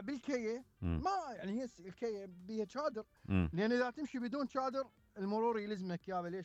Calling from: Iraq; قلت له انا من العراق وخطار

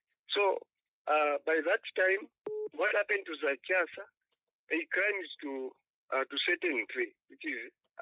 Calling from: Solwezi, North-Western Province, Zambia; I'm calling from Solwezi.

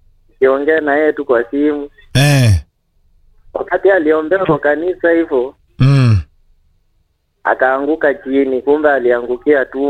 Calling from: Kenya; natoka Chemchem.

